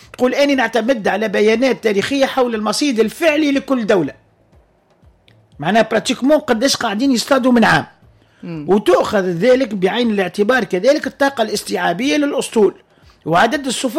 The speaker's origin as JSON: {"language": "Arabic", "country": "Tunisia", "said": "وإحنا زاد كذلك كتونسيين نطالبوا به الأنصاف في إدارة الموارد المشتركة"}